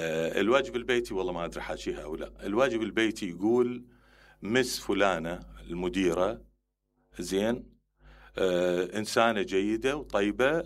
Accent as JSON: {"language": "Arabic", "town": "Karbala", "region": "Karbala Governorate", "country": "Iraq", "said": "أنا كربلائي"}